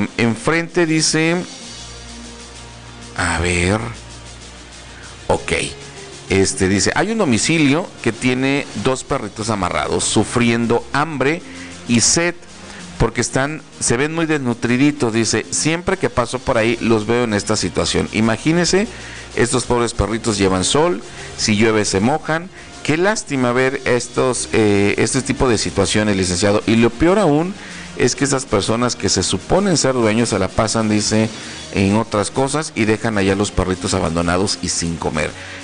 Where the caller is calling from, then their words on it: Cintalapa, Chiapas, Mexico; Buenas tardes, soy de acá de Cintalapa.